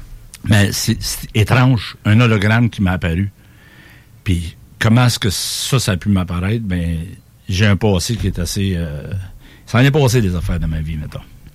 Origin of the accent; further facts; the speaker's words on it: Sherrington, Quebec, Canada; also born or lived in Rougemont; Quand j'étais jeune, je vivais à Sherrington, dans le rang comptant, dans le petit rang perdu, là, où, c'est quasiment un village qui abrite la lune puis roule le trottoir le soir